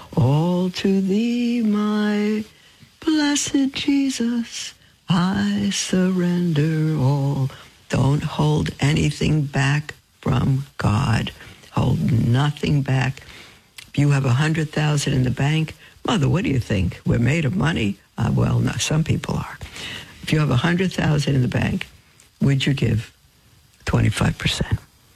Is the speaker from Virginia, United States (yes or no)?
no; Brooklyn, New York, United States; born there; because I was born in Brooklyn, and because I have not just Jewish chutzpah, but now fulfilled Jewish chutzpah